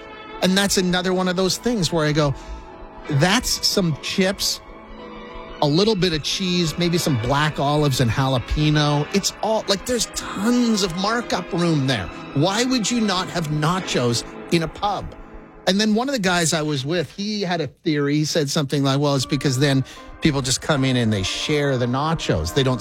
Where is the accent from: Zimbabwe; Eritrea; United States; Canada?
Canada; Moose Jaw, Saskatchewan; I grew up in Moose Jaw, Saskatchewan, in a time when, you know, the fast food game was pretty much McDonald's, KFC, of course, Burger Baron.